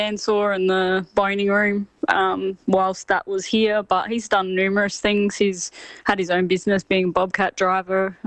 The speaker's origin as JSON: {"language": "English", "town": "Kingscote", "region": "South Australia", "country": "Australia", "tie": "born or raised there", "said": "Yeah, it was a good life. I mean, we're on the farm, so we just grew up feeding chickens, the pigs, just doing farm stuff, riding our bike in acres and acres of fields."}